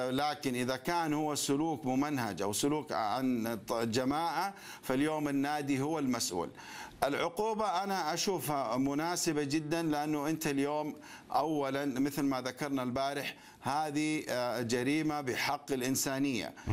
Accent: Saudi Arabia; عندنا في المملكة العربية السعودية

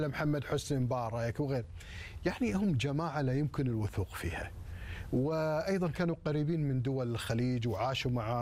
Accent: Kuwait; واحنا ككويتيين

